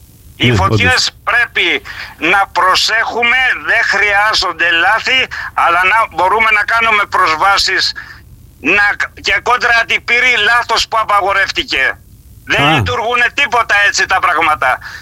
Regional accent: Agios Leon, Ionian Islands, Greece; Μεγάλωσα σε αυτό το χώρο και είμαι.

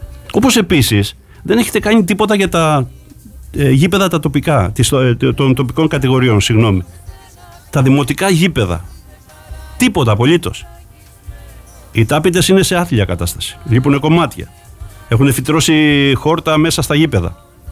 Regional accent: Gastouni, West Greece, Greece; now in Zakynthos, Greece; Μάλιστα από εκεί είμαι. Αγαπώ πάρα πολύ τον τόπο μου, όπως αγαπώ ακόμα περισσότερο τώρα εδώ που μένω τη Ζάκυνθο.

